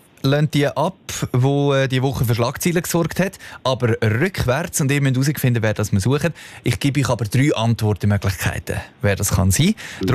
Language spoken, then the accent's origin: German; Basel, Basel-Stadt, Switzerland; Da muss man auch als Basler zugeben.